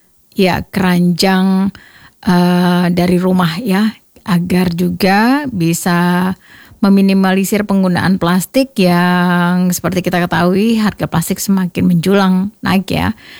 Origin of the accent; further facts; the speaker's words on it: Lhokseumawe, Aceh, Indonesia; kita sebagai warga Kota Loksmawe